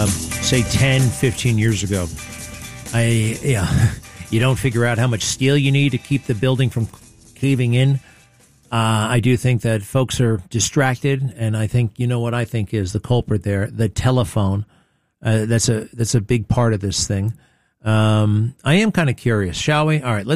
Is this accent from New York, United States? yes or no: yes; New York City, New York, United States; I'm a New Yorker.